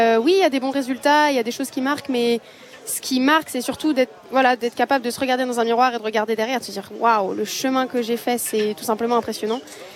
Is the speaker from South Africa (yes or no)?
no; Nice, Provence-Alpes-Côte d'Azur, France; Je suis née à Nice, effectivement. Je suis niçoise d'origine.